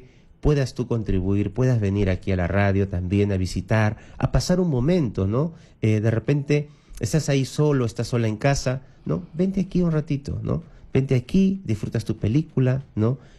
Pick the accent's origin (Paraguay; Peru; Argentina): Peru; nosotros como peruanos